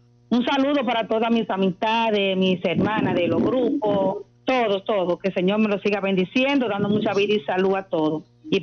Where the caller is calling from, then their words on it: Moca, Espaillat, Dominican Republic; de la Laguna de Moca.